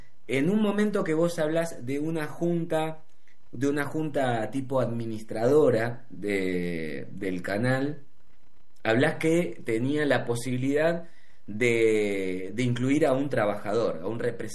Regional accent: Buenos Aires, Argentina; nosotros decimos re complejo acá en la Ciudad de Buenos Aires

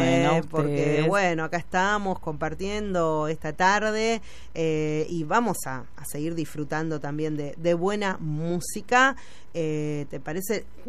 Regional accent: Argentina; somos los argentinos de tener mascotas mucho

